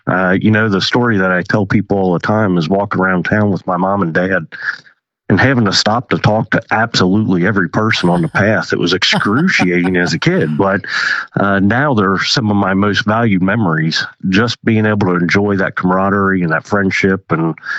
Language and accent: English; Harrison, United States; I was born and raised in Harrison. Spent my whole life pretty much running around the streets of Harrison, except for the time I went to college, and for 3 years I did missionary work.